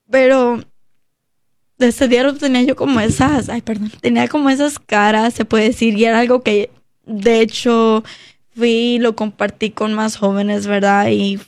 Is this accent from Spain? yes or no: no; United States; born there; also born or lived in Mexico; yo crecí aquí en Estados Unidos